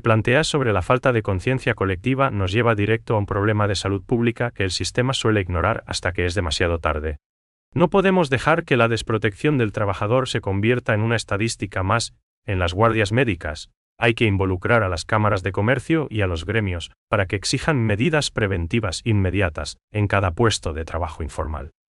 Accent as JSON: {"language": "Spanish", "country": "Paraguay"}